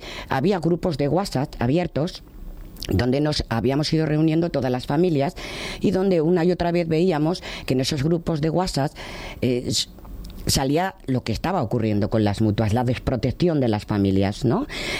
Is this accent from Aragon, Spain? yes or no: no; Basque Country, Spain; la mayoría de las personas de la Junta Directiva pues somos del País Vasco